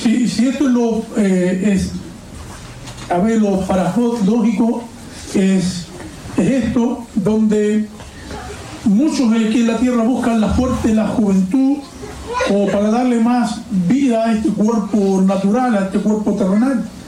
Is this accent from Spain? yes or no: no; Chile; born there; yo nací en Chile, mi procedencia, mis raíces son de Chile, nací en Chile.